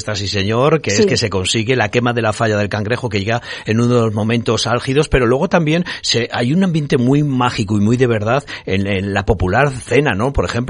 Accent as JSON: {"language": "Spanish", "region": "Castile and León", "country": "Spain", "said": "Como castellanos y leoneses, y bueno, pues a presumir de ello, que es de lo que hacen otras comunidades y lo hacen muy bien"}